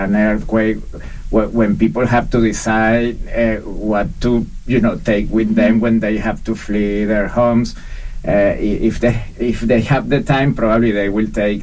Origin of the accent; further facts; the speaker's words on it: Venezuela; moved away as an adult; now in London, Canada; I'm originally from Venezuela in Latin America, but I'm also a Canadian. I've been here in Canada and in London since 2010.